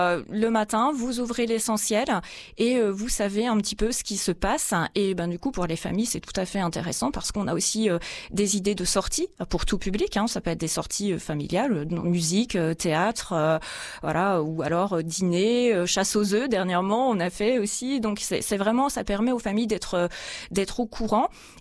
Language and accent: French; Bourgogne-Franche-Comté, France; moved away as an adult; now in Nantes area, France; au Progrès en Franche-Comté puisque c'est ma région natale.